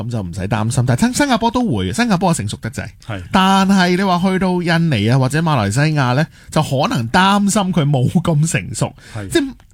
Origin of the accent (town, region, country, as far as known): Hong Kong